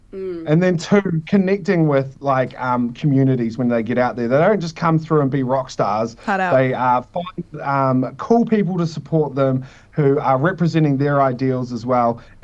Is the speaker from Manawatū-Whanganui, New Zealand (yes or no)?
yes; Palmerston North, Manawatū-Whanganui, New Zealand; the community that I grew up in Te Papai Oia